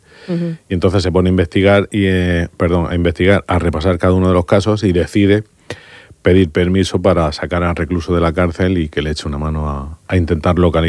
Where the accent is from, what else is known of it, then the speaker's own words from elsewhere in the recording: Mula, Region of Murcia, Spain; born there; yo soy muleño de raíces y de convicción.